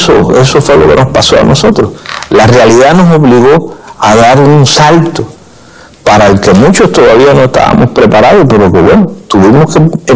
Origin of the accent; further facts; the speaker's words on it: San Antonio de los Baños, Artemisa, Cuba; de aquí de La Habana, de San Antonio de los Baños, que es mi pueblo